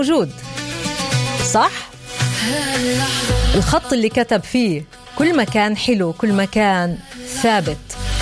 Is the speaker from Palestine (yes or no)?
yes; Palestine; بس اللي عندنا في فلسطين برأيه عصام انه احنا زي اللي البلدية تبعت الخروف بتسكر الشرايين على خلاص مرة واحدة.